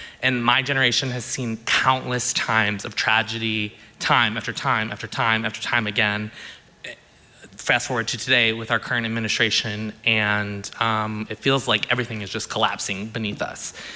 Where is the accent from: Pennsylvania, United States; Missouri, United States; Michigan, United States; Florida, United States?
Michigan, United States; Traverse City; I am turning 32 next week. I'm from Traverse City.